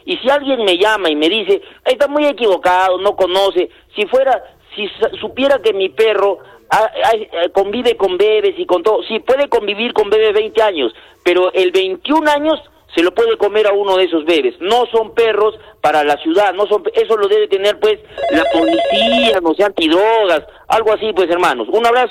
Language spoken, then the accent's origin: Spanish; Camaná, Arequipa, Peru; born there; now in Characato, Peru; Yo me he criado en Camaná en mi infancia, y en Camaná, parte de mi infancia